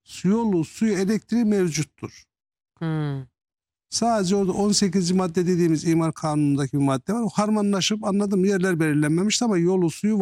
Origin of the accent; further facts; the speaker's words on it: Istanbul, Turkey; Biz Yenibosna'dan.